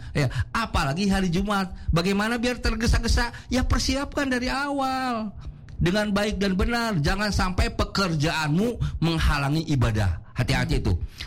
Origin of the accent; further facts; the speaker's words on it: Subang, West Java, Indonesia; also born or lived in Bandung; Dulu saya waktu SMP sekolah di Subang, Pak Kasmo, di Kecamatan Jalan Cagak, di SMP Jalan Cagak, karena orang tua saya pada saat itu bekerja di perkebunan Ciater. Jadi perkebunan Ciater, sekolah SD-nya di Ciater di Subang, SMP-nya di Jalan Cagak Subang